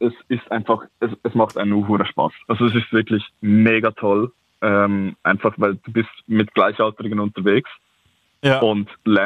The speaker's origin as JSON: {"language": "German", "region": "Lucerne", "country": "Switzerland", "lives_now": "Zurich, Switzerland"}